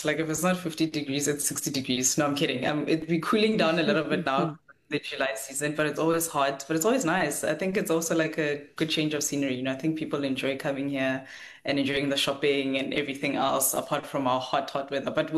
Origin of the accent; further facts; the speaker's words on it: Pietersburg, Limpopo, South Africa; also born or lived in Pretoria; So yeah, I was born in Limpopo, Pietersburg. I've been a bit sad that they changed the name now, because I don't know, I feel like Pietersburg has like such a, you know, it's a sentimental place for me. But anyways, grew up in Limpopo, and also in Pretoria.